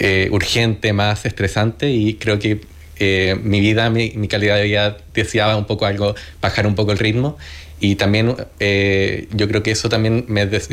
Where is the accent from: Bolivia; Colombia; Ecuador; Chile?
Chile; moved away as an adult; now in Logroño, Spain; 4 meses ya en Logroño. Yo vengo de Chile, bastante lejos, la verdad. 4 meses en Logroño, 4 meses en la residencia.